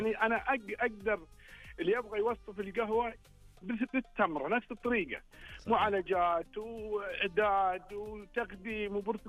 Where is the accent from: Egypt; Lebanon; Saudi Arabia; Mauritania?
Saudi Arabia; إحنا موروث تاريخي وكرمي عندنا في السعودية.